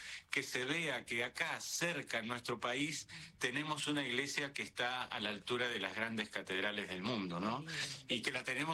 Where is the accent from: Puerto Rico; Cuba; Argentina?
Argentina; Bahía Blanca, Buenos Aires Province; No, yo soy de Bahía Blanca.